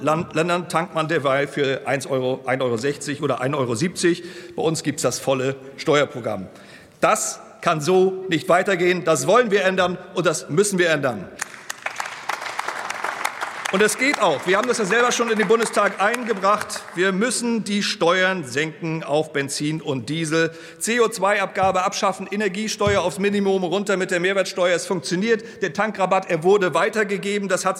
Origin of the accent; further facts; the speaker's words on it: Mecklenburg-Vorpommern, Germany; Nach Sachsen-Anhalt kommt jetzt mein Heimatland Mecklenburg-Vorpommern.